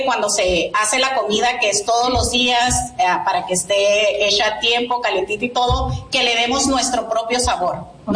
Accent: Ciudad Morelos, Baja California, Mexico; now in Yuma, United States; Todas aquí somos 100% latinas, somos orgullosamente mexicanas. Nací y crecí muy cerca de aquí, en el Valle de Mexicali, en Ciudad Morelos, o Cuervos para mi gente.

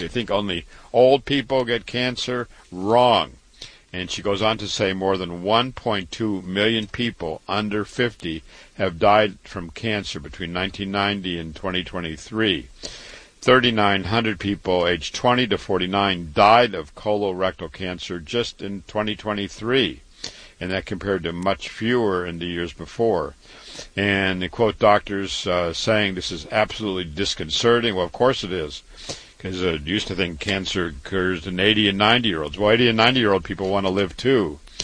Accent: Waterloo, Iowa, United States; I was born and raised in Waterloo, Iowa.

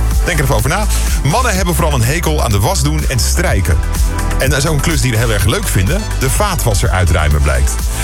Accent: Netherlands

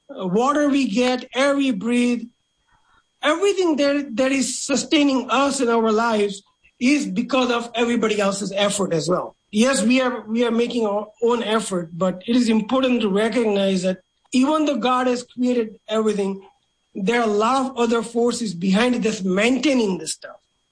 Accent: India; primarily when we are growing up in India, every time we did the prayers, there are two prominent prayers that we did it most of the time.

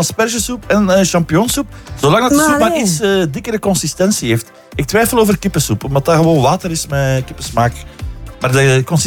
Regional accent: Aalst, Flanders, Belgium; wij Aalstenaars

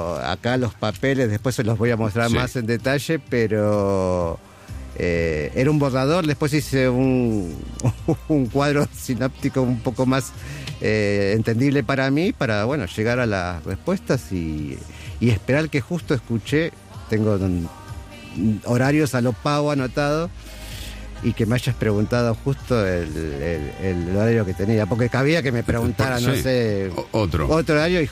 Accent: Ezeiza, Buenos Aires Province, Argentina; Yo soy de Ezeiza.

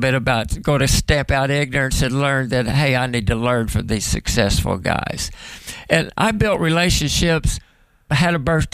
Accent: Oklahoma, United States; I was raised in Muskogee County, 6 miles north of Shakota, 3 miles south of Wainwright

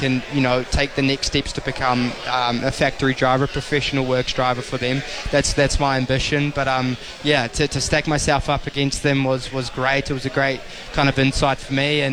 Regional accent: New Zealand; he's Polish, I'm a Kiwi, we're from opposite sides of the world

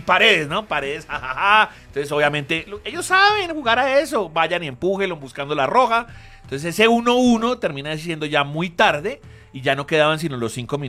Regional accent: Colombia; Como somos colombianos, pues obviamente pues le estamos haciendo barra de Santa Fe y todo

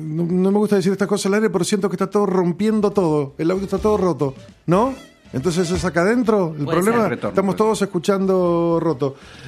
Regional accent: Patagonia, Argentina; born there; now in Mendoza, Argentina; yo escuché hablar de Raskin cuando era un niñito en la Patagonia.

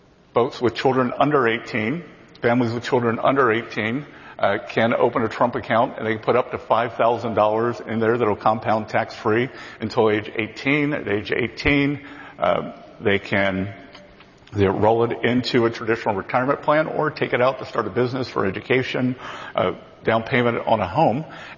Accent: South Carolina, United States; Look, I was a kid from South Carolina, a small town, and I was growing up, I just knew something bad happened on Wall Street in 1929.

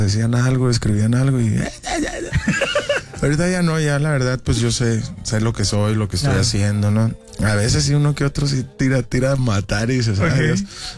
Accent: Tijuana, Baja California, Mexico; Que, pues yo soy de Tijuana.

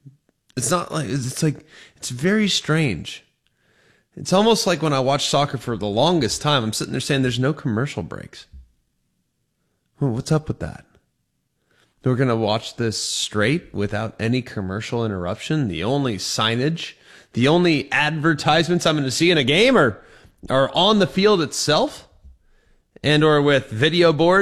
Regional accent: California, United States; We had access to it growing up in California at, I don't know, from till I was 10 years old, we had access to soccer.

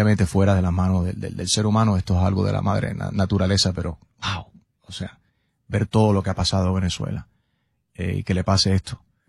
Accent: Miami, Florida, United States; en Miami, de donde soy yo

